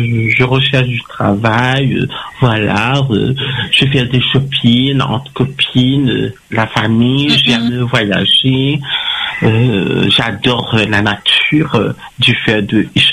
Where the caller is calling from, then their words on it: La Possession, Réunion; Moi, j'habite à La Possession.